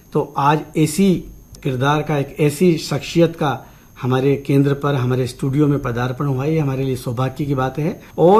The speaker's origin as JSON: {"language": "Hindi", "town": "Nagaur", "region": "Rajasthan", "country": "India", "said": "हमारे गांव नागौर"}